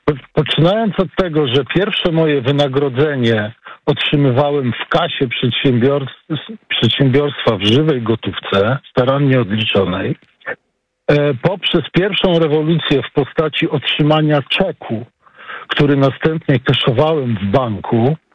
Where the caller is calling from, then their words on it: Warsaw, Masovian Voivodeship, Poland; z Warszawy.